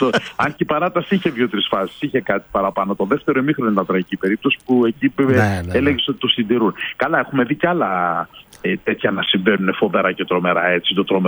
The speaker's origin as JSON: {"language": "Greek", "country": "Greece", "said": "ως Έλληνες θα θέλαμε πάρα πολύ να ζει και η ομάδα μας εδώ μέσα"}